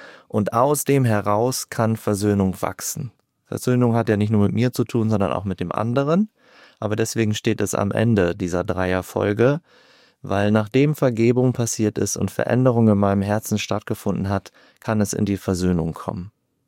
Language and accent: German; Germany; Da haben wir wahrscheinlich als Deutsche auch aufgrund unserer Geschichte den Knacks, den wir erlebt haben